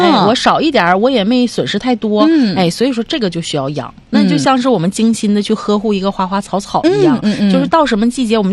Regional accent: China

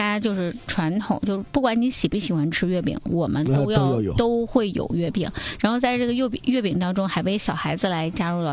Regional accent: China

